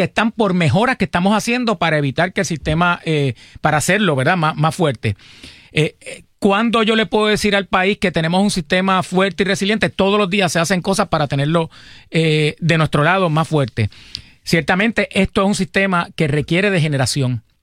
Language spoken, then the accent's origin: Spanish; Arecibo, Puerto Rico; Recuerda, yo soy de Arecibo.